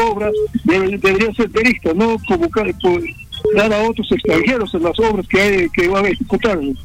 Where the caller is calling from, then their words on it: Cusco, Peru; le llamo de Cusco.